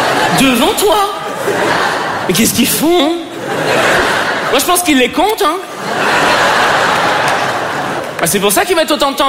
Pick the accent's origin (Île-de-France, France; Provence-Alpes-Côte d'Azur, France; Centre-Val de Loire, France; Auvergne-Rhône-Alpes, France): Île-de-France, France; Paris; Parce que je suis parisien et superficiel. Wouh! J'habite une ville, il fait gris 300 jours par an.